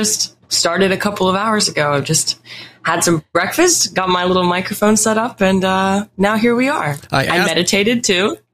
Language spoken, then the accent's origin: English; Springfield, Illinois, United States; Yeah, I grew up in a city called Springfield, Illinois. It's the capital of Illinois, but it's a relatively feels like a small town. It's like 150,000 people. And I grew up